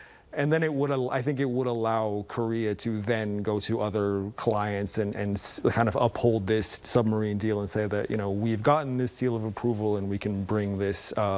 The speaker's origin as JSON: {"language": "English", "country": "Canada", "tie": "born or raised there", "said": "I grew up in Canada, and for most of my youth, I didn't even really know that my country had a military."}